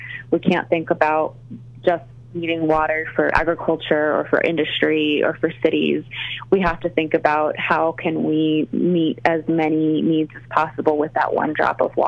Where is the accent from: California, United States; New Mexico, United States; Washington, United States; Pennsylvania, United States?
New Mexico, United States; I am actually from the El Paso, Southern New Mexico area myself, and growing up in that region is what brought me to this work.